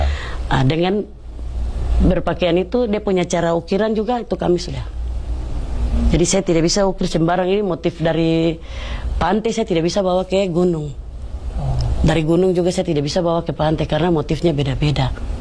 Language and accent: Indonesian; Papua, Indonesia; Umum untuk kami orang Papua.